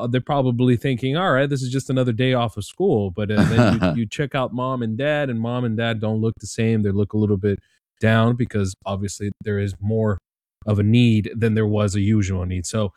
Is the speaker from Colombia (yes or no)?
yes; Colombia; now in South Florida, United States; Francesca is actually from my hometown in Colombia. I'm Colombian myself